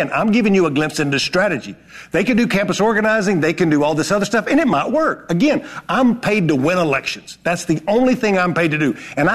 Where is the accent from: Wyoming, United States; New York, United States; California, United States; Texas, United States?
Texas, United States; Tyler; Today, J.D. Vance is in Tyler, Texas. That's where I grew up, in a trailer house with a 15-year-old mama on a working farm. It's the reddest place in Texas.